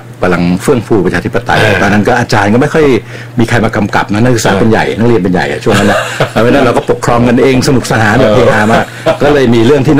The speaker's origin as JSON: {"language": "Thai", "region": "Chachoengsao", "country": "Thailand", "tie": "born or raised there", "also_born_or_lived": "Bangkok", "said": "จริงๆผมเกิดกรุงเทพแต่ว่าคุณพ่อไปรับราชการอยู่ที่ฉะเชิงเทรานาน"}